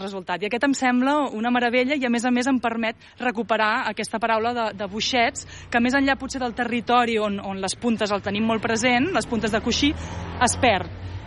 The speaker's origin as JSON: {"language": "Catalan", "town": "Arenys de Mar", "region": "Catalonia", "country": "Spain", "said": "jo vinc d'Arenys de Mar, que és terra de puntes de coixí"}